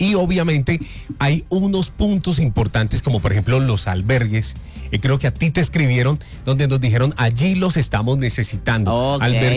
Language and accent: Spanish; Cali, Valle del Cauca, Colombia; Yo soy caleño, pero en Buenaventura tengo familia.